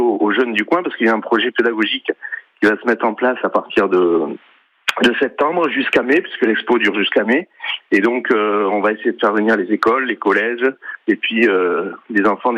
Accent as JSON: {"language": "French", "town": "Céret", "region": "Occitanie", "country": "France", "moved": "yes", "said": "un patrimoine naturel et culturel assez exceptionnel ici en pays catalan. Donc d'où je suis, puisque moi je suis de Céret, et il y avait ce côté retour aux sources."}